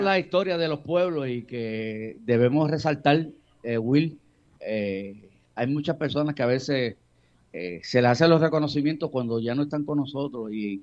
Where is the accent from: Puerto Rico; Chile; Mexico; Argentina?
Puerto Rico; Barranquitas; moved away; allá en mi pueblo en Barranquita